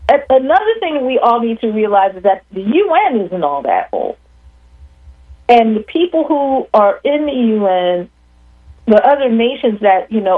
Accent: United States; I'm 62 years old, mm-hmm. which means I, as an American

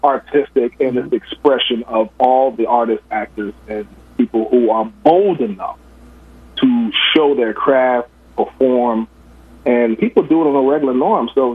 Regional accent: Philadelphia, Pennsylvania, United States

